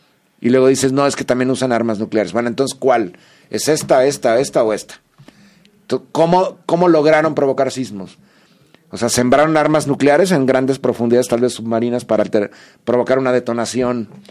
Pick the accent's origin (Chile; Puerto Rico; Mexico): Mexico; y más siendo mexicanos